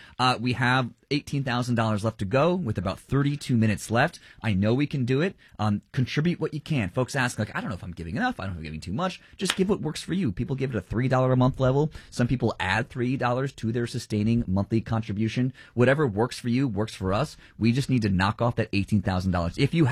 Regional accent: Montville, New Jersey, United States; I'm from Montville, New Jersey. That's right next door to Booton.

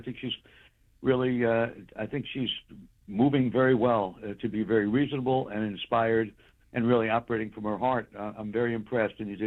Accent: New York City, New York, United States; now in Yonkers, United States; I just live a stone's throw north of Riverdale, but I'm a New Yorker. I just sleep up in Yonkers.

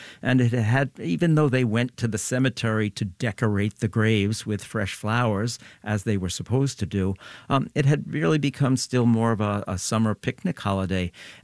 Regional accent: Mount Vernon, New York, United States; I remember very well being in school as a child, growing up in Mount Vernon, New York.

